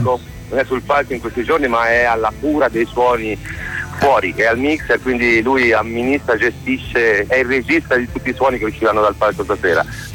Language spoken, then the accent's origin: Italian; Arezzo, Tuscany, Italy; Noi siamo di Arezzo